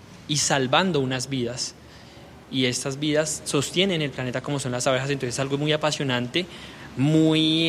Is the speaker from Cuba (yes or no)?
no; Colombia